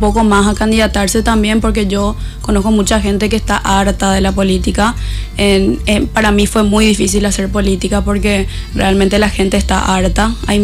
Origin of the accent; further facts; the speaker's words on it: Luque, Central, Paraguay; born there; Yo soy luqueña de corazón, luqueña de nacimiento, amo mi pueblo